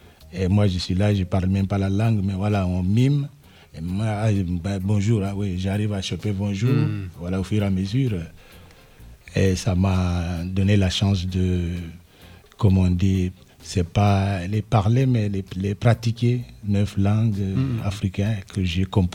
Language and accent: French; Senegal; je suis sénégalais